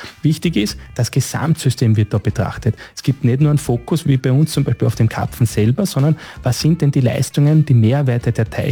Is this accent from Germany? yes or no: no; Litschau, Lower Austria, Austria; Naja, ich bin im Waldviertel aufgewachsen, im nördlichen Waldviertel, genau genommen in der nördlichsten Stadt Österreichs, in Litscha.